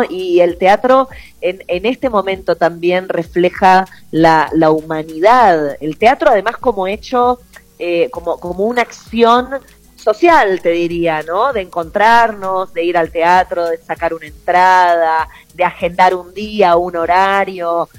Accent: Buenos Aires, Argentina; amo Mendoza, siendo rotundamente porteña

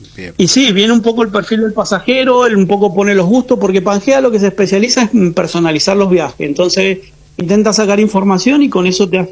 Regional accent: Argentina; now in Valencia, Spain; llevamos años acá que somos argentinos

